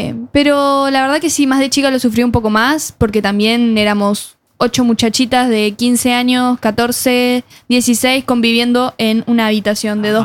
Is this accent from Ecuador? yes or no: no; Luján, Buenos Aires Province, Argentina; que es de mi pueblo, es de Luján